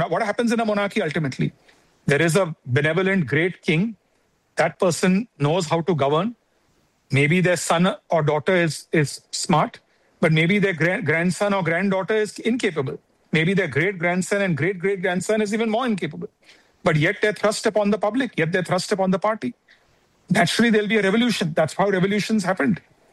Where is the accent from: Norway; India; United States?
India; I believe as an Indian, I want a strong opposition in my country.